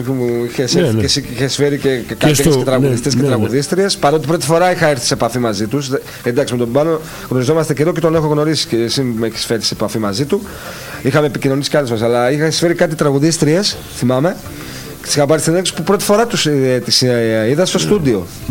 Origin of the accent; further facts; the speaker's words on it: Greece; Εγώ και ο διπλανός μου είμαστε Έλληνες.